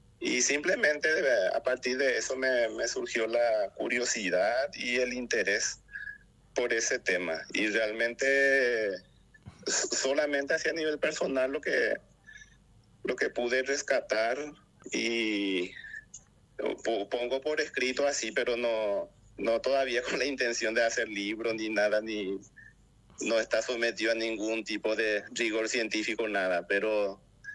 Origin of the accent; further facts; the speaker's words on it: Arroyito, Concepción, Paraguay; now in Concepción, Paraguay; concesionero de Arroyito soy